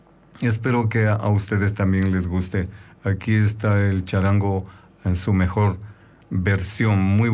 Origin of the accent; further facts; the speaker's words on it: Otavalo, Imbabura, Ecuador; Este es de mi pueblo, de los indígenas otavaleños, que es, somos descendientes de los incas.